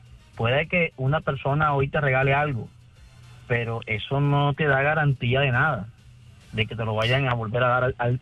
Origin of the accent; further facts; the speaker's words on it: Barranquilla, Atlántico, Colombia; A mí me da risa cuando dicen que el costeño es flojo.